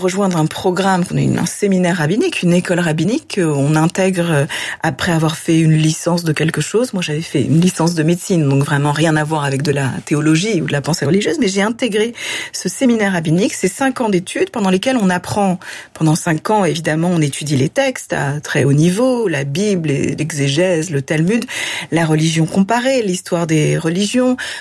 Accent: France; J'ai le sentiment que je dois tenter d'apporter en Europe et en France, là où j'ai grandi, une voix qui, je l'avoue, m'a été manquante dans mon éducation juive.

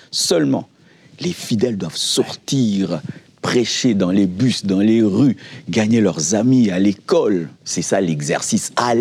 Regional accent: Kinshasa, DR Congo; Comme j'ai grandi à Lemba, je voulais implanter une église à Lemba parce que j'étais connu à Lemba, j'avais des amis à Lemba et on m'a trouvé une parcelle à Lemba. Lemba, c'est une commune de Kinshasa.

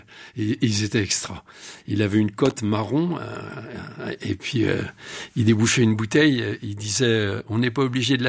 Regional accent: Montmirail, Grand Est, France; also born or lived in Romilly-sur-Seine; Moi je viens de Montmirail dans la Marne, je suis né à Romilly-sur-Seine dans l'Aube. Après quand j'ai eu 6-7 ans, on est parti à Montmirail dans la Marne, un petit village

